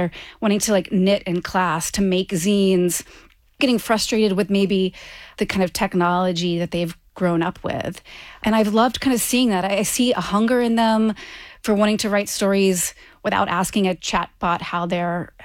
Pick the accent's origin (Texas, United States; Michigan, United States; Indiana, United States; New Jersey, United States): Texas, United States; Abilene; Yes, I grew up in Abilene. My father collected records and was really into music.